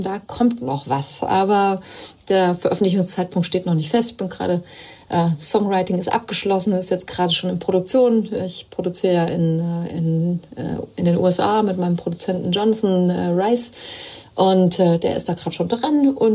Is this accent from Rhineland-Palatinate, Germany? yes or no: no; Frankfurt, Hesse, Germany; war jetzt auch gerade in meiner alten Heimat in Frankfurt in Hessen zu Konzerten